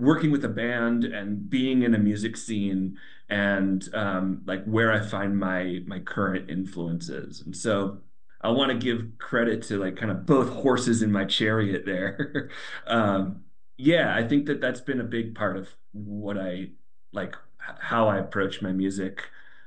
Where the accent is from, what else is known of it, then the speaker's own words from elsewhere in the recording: Bend, Oregon, United States; moved away; also born or lived in North Carolina; But I'm from Central Oregon originally. I'm from Bend, which is kind of on this cultural and geographic fault line of the desert and the forest